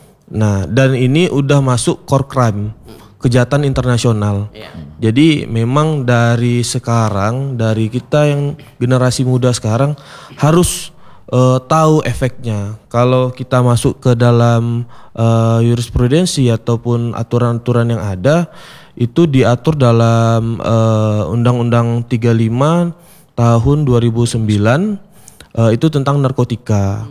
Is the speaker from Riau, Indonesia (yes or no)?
yes; Riau, Indonesia; Saya dari Riau, Pak. Jadi pernah punya tetangga yang memang dia tuh pengguna, penyalahguna.